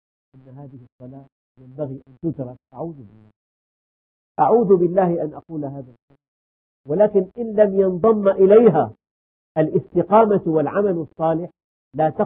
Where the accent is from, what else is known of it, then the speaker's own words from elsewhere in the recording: Syria; عندنا في الشام